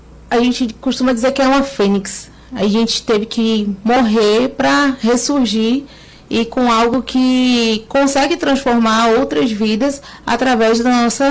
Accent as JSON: {"language": "Portuguese", "town": "Vitória da Conquista", "region": "Bahia", "country": "Brazil", "said": "Eu vim do Acarajé, né? Então eu sou baiana."}